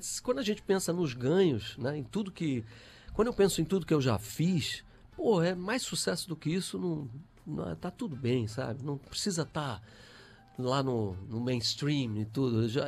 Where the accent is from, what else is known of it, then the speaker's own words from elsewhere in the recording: Brasília, Federal District, Brazil; also born or lived in Rio de Janeiro; Eu sou carioca, mas eu cresci em Brasília, né? Meu pai transferido lá.